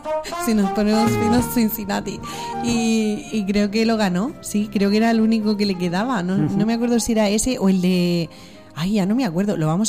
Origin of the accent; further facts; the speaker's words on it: Region of Murcia, Spain; yo soy muy murciana